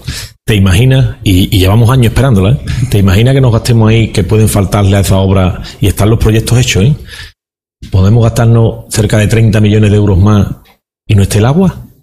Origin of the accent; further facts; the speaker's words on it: Seville, Andalusia, Spain; cada vez que voy a Sevilla doy bocado por mi tierra.